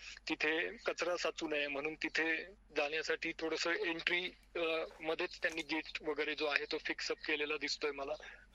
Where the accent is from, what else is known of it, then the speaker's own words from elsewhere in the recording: Ahmednagar, Maharashtra, India; एक नगरकर म्हणून